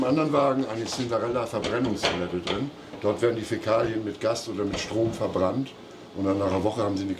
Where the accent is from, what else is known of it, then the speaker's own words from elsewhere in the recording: Harsefeld, Lower Saxony, Germany; Aus Harsefeld, das liegt südlich von Hamburg, zwischen Stade und Buxtehude.